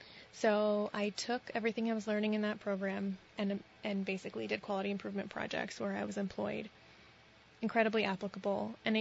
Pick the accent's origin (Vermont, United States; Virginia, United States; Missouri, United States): Vermont, United States; Sheldon; Not far. I grew up in Sheldon, Vermont.